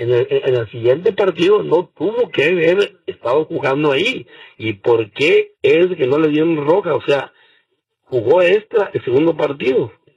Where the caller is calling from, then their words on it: Los Angeles, California, United States; me acabo de Los Ángeles, California